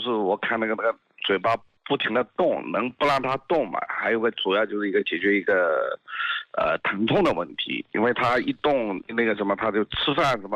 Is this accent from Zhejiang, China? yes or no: yes; Wenzhou, Zhejiang, China; now in Shaoxing, China; 我是温州人，然后我在绍兴的。